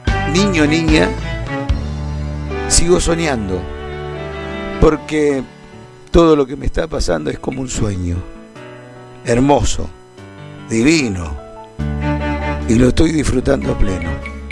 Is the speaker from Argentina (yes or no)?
yes; Carcarañá, Santa Fe, Argentina; De mi barrio, de donde vengo, de mi pueblo, que es Carcarañá.